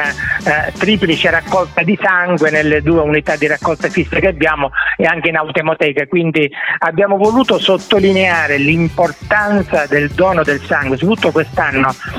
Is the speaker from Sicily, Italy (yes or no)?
yes; Catania, Sicily, Italy; No, è vero, sì, non è proprio delle nostre parti del catanese, è Palermo, del palermitano, no?